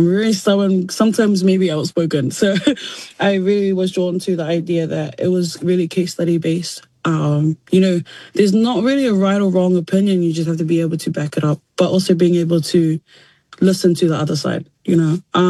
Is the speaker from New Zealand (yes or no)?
yes; Auckland, New Zealand; just being around my Samoan people. So I think growing up in South Auckland has really helped me, especially the way that I view the world. Coming from small little Otara